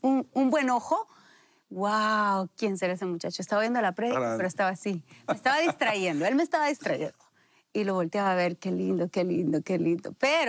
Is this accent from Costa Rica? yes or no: no; San Pedro Sula, Cortés, Honduras; Yo soy de Honduras, hondureña, de San Pedro Sula. Soy hija de pastor.